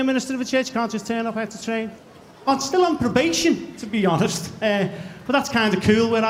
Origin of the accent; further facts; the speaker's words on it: Bootle, North West England, United Kingdom; I'm from Bootle, right?